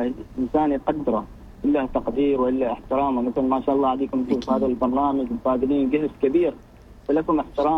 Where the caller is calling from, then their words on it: Muscat, Muscat Governorate, Oman; كلمتكم من مسقط.